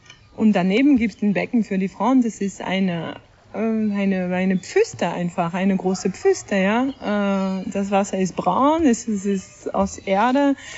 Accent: France; German is a second language; now in Austria; ich bin Bergführerin. Ich bin Französin, ich lebe aber in Österreich.

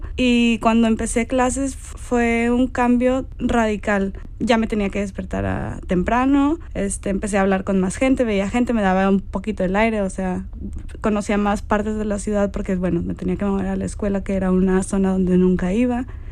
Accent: Mexico; moved away as an adult; now in Switzerland

